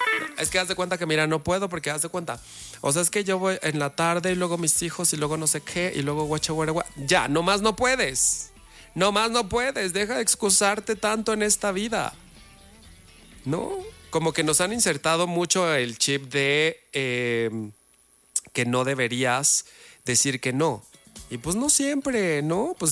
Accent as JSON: {"language": "Spanish", "country": "Mexico", "said": "como buenos mexicanos, ¡viva México!"}